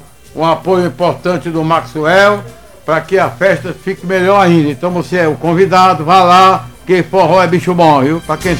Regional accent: Brazil; sou brasileiro

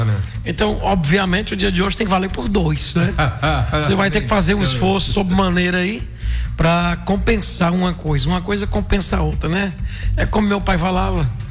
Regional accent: Guanambi, Bahia, Brazil; born there; Eu nasci aqui em Guanambi e não acostumo com o calor daqui.

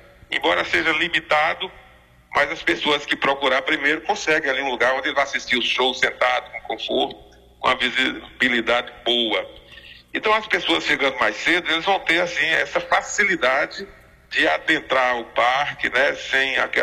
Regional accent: Lagoa Real, Bahia, Brazil; Porque a gente é de Lagoa Real e quer o melhor para a nossa terra.

